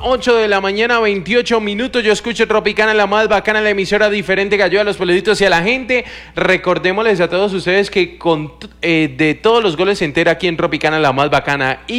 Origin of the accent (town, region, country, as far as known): Colombia